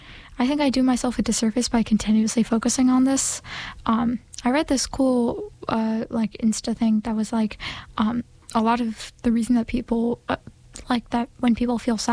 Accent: California, United States; I'm also from California

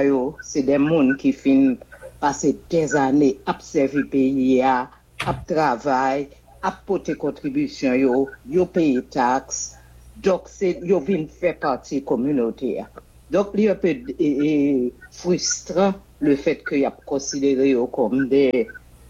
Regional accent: Haiti; moi-même, en tant qu'haïtien, qu'on est là, je commence à fatiguer

